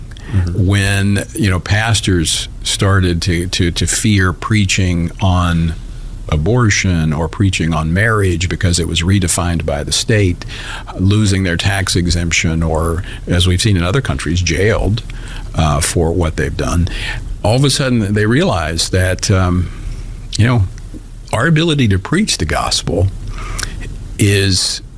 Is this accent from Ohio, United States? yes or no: no; Louisiana, United States; I've been through a number of natural disasters in my home state of Louisiana